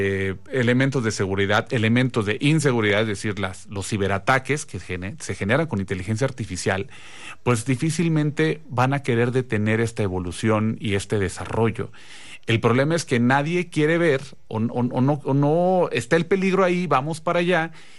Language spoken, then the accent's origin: Spanish; Mexico